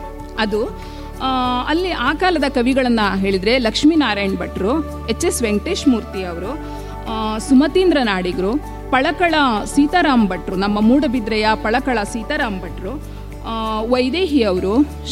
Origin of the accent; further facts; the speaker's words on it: Kundapura, Karnataka, India; accent: Kundapura Kannada; ನಮ್ಮ ಕುಂದಾಪುರ ಕನ್ನಡದಲ್ಲೊಂದಿದೆ